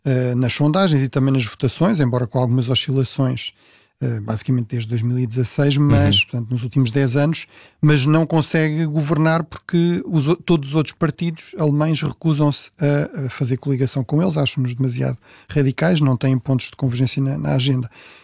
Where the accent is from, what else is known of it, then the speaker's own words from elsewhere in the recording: Tomar, Santarém, Portugal; now in Lisbon, Portugal; Sim, eu tenho aproveitado para passar uns tempos em Tomar, na minha terra, e portanto, mesmo a trabalhar, sempre se mudou um bocadinho de ar. Mas agora já cada vez mais em Lisboa